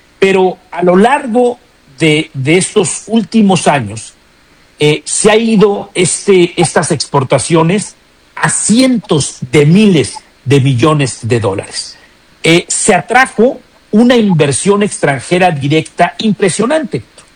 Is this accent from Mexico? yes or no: yes; Mexico